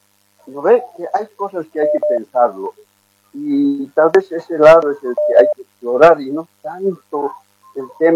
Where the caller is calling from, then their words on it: Cochabamba, Bolivia; De la provincia del Estado de Cochabamba.